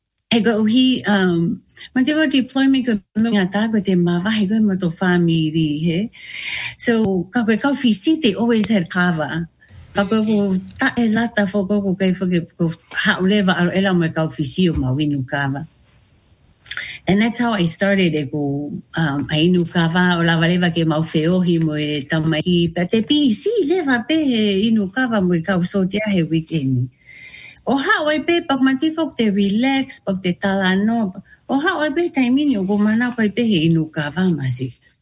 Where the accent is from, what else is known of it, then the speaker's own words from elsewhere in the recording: Tonga; I always love to share with my soldiers, like, oh, I'm from Tonga, ba wako ika nao tole lea whaka Tonga.